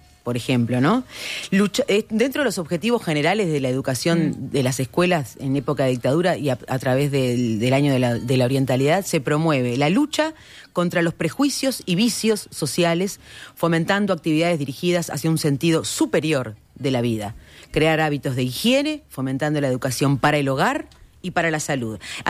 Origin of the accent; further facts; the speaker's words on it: Maldonado, Uruguay; mi infancia, una infancia en Maldonado